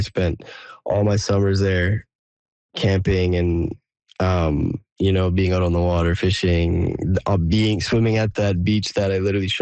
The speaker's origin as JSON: {"language": "English", "town": "Timmins", "region": "Ontario", "country": "Canada", "tie": "born or raised there", "moved": "yes"}